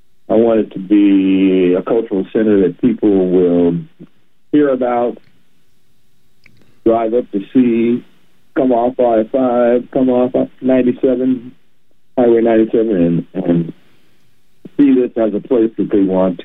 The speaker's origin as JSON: {"language": "English", "town": "Berkeley", "region": "California", "country": "United States", "said": "I was from Berkeley, California, and when I came here"}